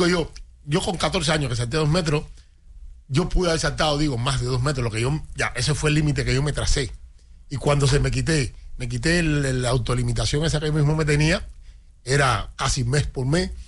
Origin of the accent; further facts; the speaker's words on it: Limonar, Matanzas, Cuba; en Limonar, de donde yo soy oriundo